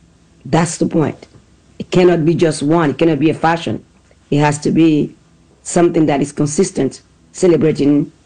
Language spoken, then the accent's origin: English; Benin; I'm still that curious little girl growing up in Benin